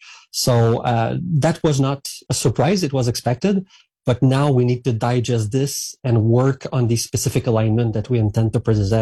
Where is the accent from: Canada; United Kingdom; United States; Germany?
Canada; Saint-Hyacinthe, Quebec; I come from a farmer region myself. I was raised in Saint-Hyacinthe, which is the capital of the agricultural world in Quebec. So I know that reality. And in my hometown, there was two highways and one rail.